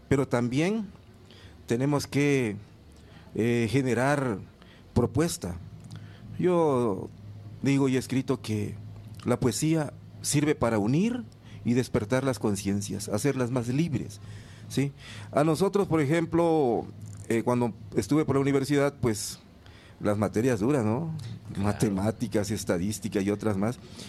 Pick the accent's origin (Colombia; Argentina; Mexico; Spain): Mexico; Zacualpa; born there; moved away; un poema que le dediqué a mi pueblito aquí, que se llama Zacualpa